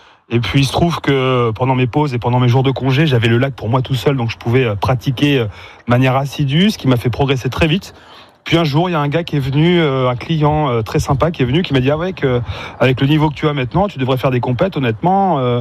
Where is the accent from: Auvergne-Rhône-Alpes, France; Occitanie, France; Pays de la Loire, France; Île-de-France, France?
Pays de la Loire, France; La Fresnay-sur-Chédouet; je suis originaire plutôt du nord de la Sarthe, à la Fresnay-sur-Chédouet, si vous connaissez, ou en tout cas pour ceux qui connaissent, un petit village du nord de la Sarthe, près de Mamers